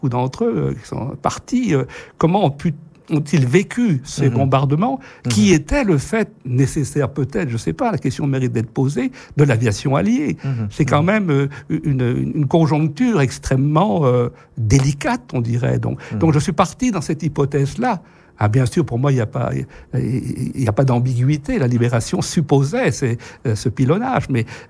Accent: Lorient, Brittany, France; Je suis l'orientais, enfin, bragoté, au départ.

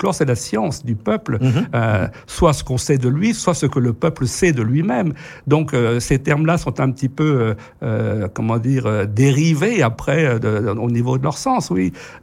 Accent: Lorient, Brittany, France; Je suis l'orientais, enfin, bragoté, au départ.

